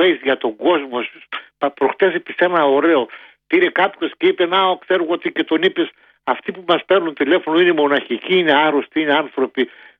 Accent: Eastern Macedonia and Thrace, Greece; Από τις 10.30 πάω, το χωριό μου είναι 6 χιλιόμετρα, είναι δίπλα στη Δράμα.

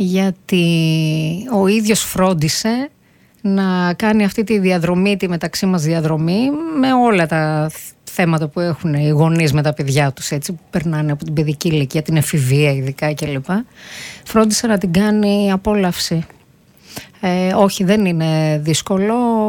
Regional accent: Greece; σαν Ελληνίδα πολίτης

